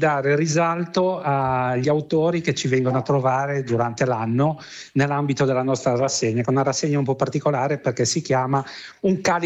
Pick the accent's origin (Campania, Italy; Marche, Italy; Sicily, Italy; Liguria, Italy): Liguria, Italy; Io vengo dalla Liguria